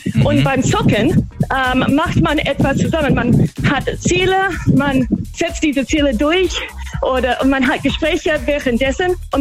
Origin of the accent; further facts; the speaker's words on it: Australia; German is a second language; Nee, eigentlich nicht. Ich komme aus Australien.